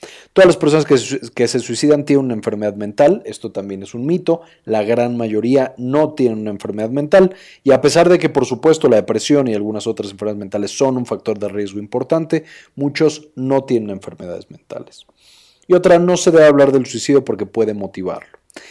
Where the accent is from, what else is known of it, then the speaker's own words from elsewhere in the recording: Mexico; nuestro país, México